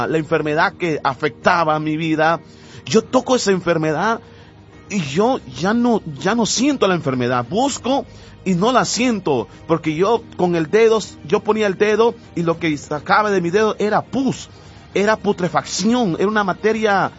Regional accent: Nicaragua; y allá en Nicaragua, en mi país, se le llaman mosca

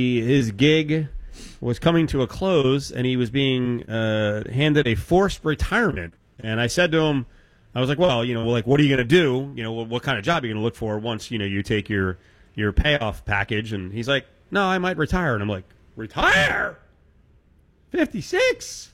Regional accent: New Jersey, United States; now in Las Vegas, United States; I am spending a little time back in my home state of New Jersey down by the Jersey Shore.

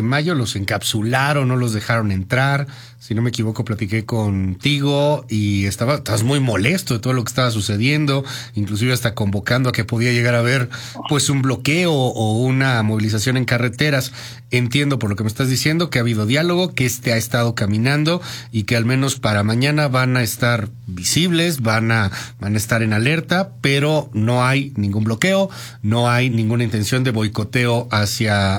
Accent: Mexico; ¿Qué nos podría unir como mexicanos en un momento como este?

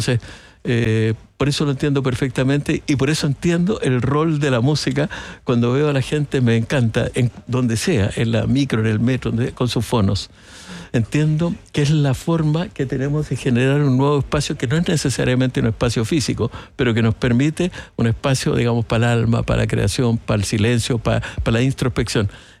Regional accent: Valparaíso, Chile; born there; moved away as an adult; also born or lived in Madrid; Yo soy porteño, nací en Valparaíso, siempre amé al mar

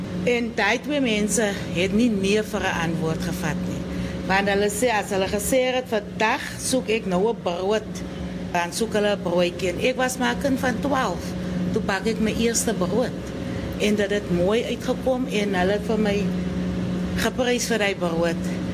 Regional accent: Touws River, Western Cape, South Africa; also born or lived in Liboneer; Ja, nee, ek is een plaasmeisie, ja. Ek is gebore op Liboneer en groot geraak in die Touwsrivier.

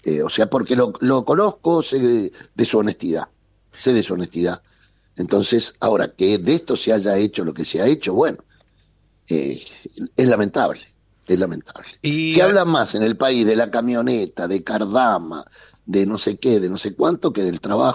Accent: Montevideo, Uruguay; Yo nací en Jacinto Vera. En Jacinto Vera estaba el hijo del médico y el hijo del obrero textil, el hijo del obrero. Jugábamos al fútbol en la calle juntos. Eran barrios integrados.

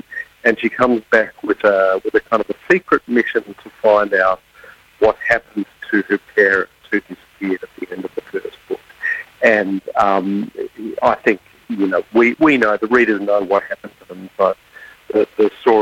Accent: Sydney, New South Wales, Australia; Well, I'm from Sydney.

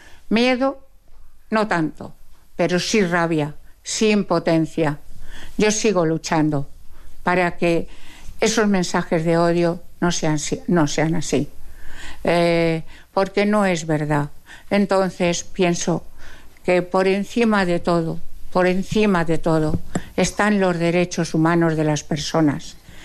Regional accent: La Puebla de Almoradiel, Castilla-La Mancha, Spain; born there; nos íbamos a dedicar a viajar y a venir a la Puebla, donde yo tengo una casa. Yo nací en la Puebla de Almoradiel.

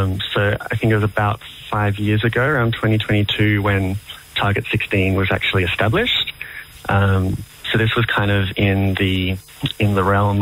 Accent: Canberra, Australian Capital Territory, Australia; also born or lived in Kununurra, Western Australia; But me, I grew up here on Ngunnawal country in Canberra, where Zoe and I are both calling from.

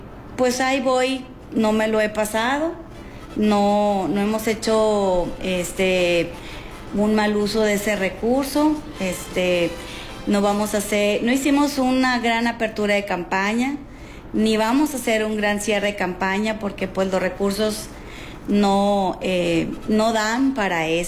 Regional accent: Mexico

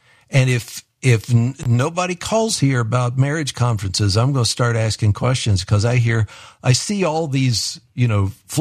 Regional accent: West Virginia, United States; which I'm from West Virginia. I don't know where Rustburg is.

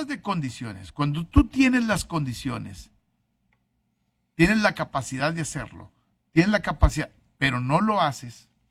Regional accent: Mexico

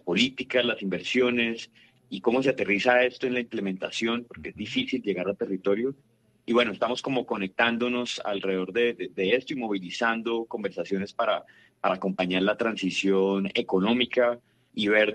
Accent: Colombia

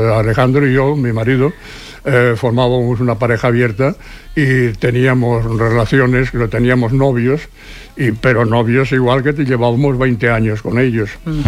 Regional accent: Seville, Andalusia, Spain; now in Barcelona, Spain; cuando vinimos de Sevilla

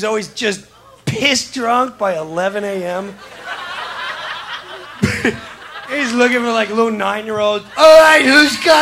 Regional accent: Long Island, New York, United States; born or raised there

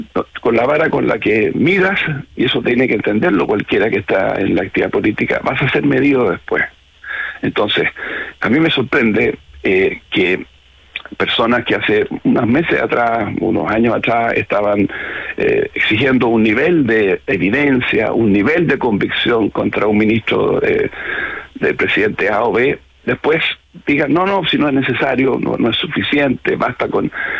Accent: Chile; Yo como ciudadano chileno tengo derecho, si es que alguien quiere que yo participe ahí, a ser parte de la administración pública.

